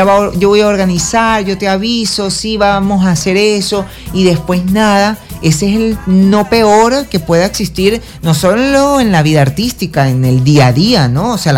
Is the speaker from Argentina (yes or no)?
no; Venezuela